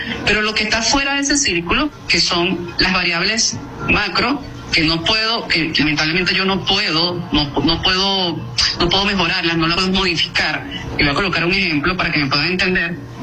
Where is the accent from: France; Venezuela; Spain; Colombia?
Venezuela; Nosotros, como venezolanos, a pesar de que, y lo tengo que decir, y voy a buscar una palabra que sea acorde aquí a esta llamada, pero digamos, el venezolano tiene una característica muy importante: es echado para adelante.